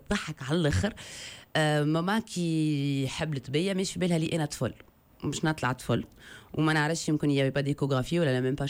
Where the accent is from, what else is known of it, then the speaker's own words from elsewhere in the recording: Tunisia; born there; also born or lived in Algeria; انا بابا ديري ديجا امي تونسية بابا ديري. انا تولدت في تونس وخواتي الكبار تولدوا في الجزائر